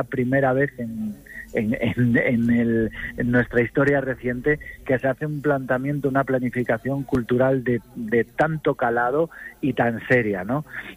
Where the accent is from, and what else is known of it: Asturias, Spain